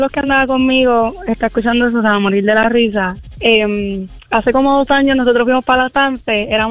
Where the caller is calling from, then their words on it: San Juan, Puerto Rico; Yo soy de San Juan